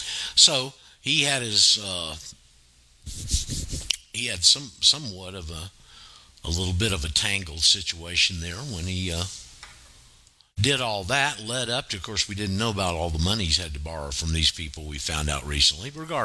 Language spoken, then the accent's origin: English; Panama City Beach, Florida, United States; our hometown, my hometown, and family home